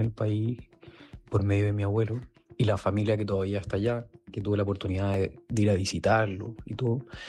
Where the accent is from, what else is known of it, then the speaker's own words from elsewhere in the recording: Spain; now in Berlin, Germany; Y como ciudadano español europeo pude votar, como cualquier ciudadano, por las elecciones municipales, por ser español